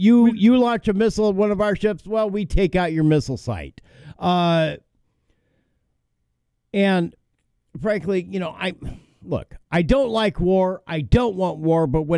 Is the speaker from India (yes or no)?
no; United States; you know, I'm an American.